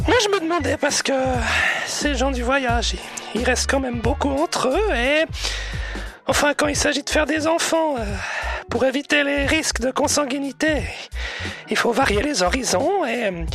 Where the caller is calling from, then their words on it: Switzerland; j'habite à Mérin, au chemin du Grand Puy, derrière Conforama.